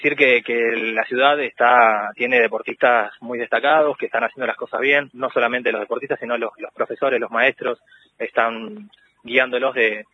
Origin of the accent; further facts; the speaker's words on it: Esquel, Chubut, Argentina; now in Bariloche, Argentina; soy de Esquel, estoy viviendo en Bariloche